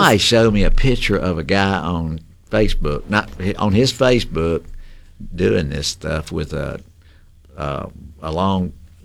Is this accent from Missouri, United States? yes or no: no; Jackson, Mississippi, United States; I grew up in South Jackson